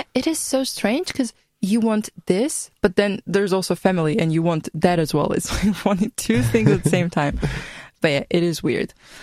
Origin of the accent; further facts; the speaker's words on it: Georgia; English is a second language; because when I was a child, I grew up in a different country. Then I went back to Georgia. I'm from Georgia, by the way. And now I'm here.